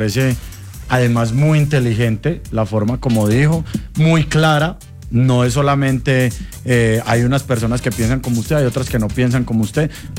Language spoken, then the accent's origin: Spanish; Colombia; como yo como colombiano